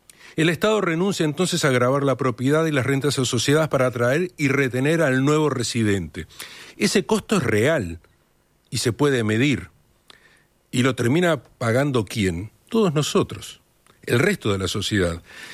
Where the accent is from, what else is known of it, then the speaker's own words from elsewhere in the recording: Uruguay; nuestro país